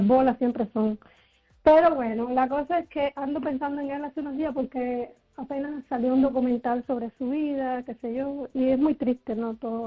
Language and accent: Spanish; Cuba; now in Spain; Yo recuerdo haber escrito con mi familia en las amistades después que me fui de Cuba, 30 años y pico después